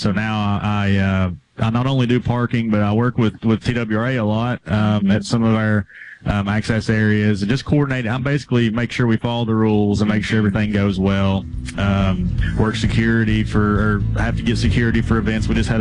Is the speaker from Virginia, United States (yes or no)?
yes; Big Stone Gap, Virginia, United States; also born or lived in Norton; Yeah, so I was born in Virginia, southwestern Virginia, a place called Big Stone Gap. I was born in Norton, Virginia, but lived in Big Stone Gap in Appalachia. Whole family was in the coal industry